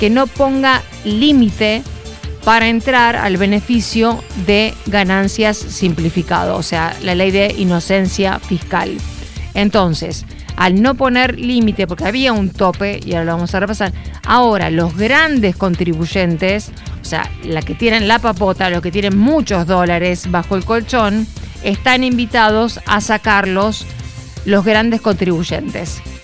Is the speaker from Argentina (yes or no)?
yes; Argentina